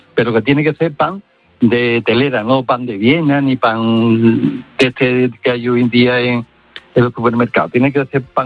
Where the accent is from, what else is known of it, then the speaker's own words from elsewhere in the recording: Morón de la Frontera, Andalusia, Spain; El plato, bueno, yo soy paisano de Naranjo, soy de Morón de la Frontera